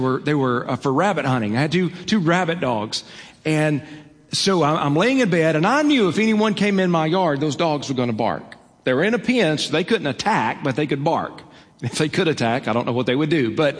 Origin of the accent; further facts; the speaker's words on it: Alabama, United States; But I grew up in North Alabama, in Lawrence County, Alabama. We grew up on a cattle ranch